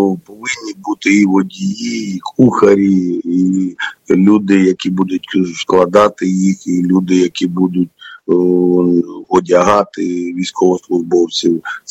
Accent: Chernihiv, Chernihiv Oblast, Ukraine; Я сам з Чернігова

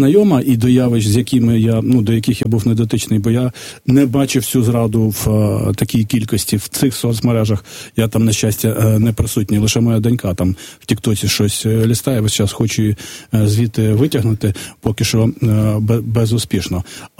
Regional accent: Vinnytsia, Vinnytsia Oblast, Ukraine; moved away; Умовно, я ж родом з Вінниці, в мене там є, я вже давно не живу, там є якісь знайомі, друзі

